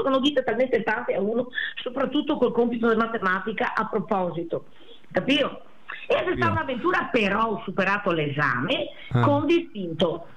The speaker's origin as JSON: {"language": "Italian", "town": "Crespano", "region": "Veneto", "country": "Italy", "said": "Ma il paga conto che convegno sono da Crespano, mi accaverò 30 forme del formaggio"}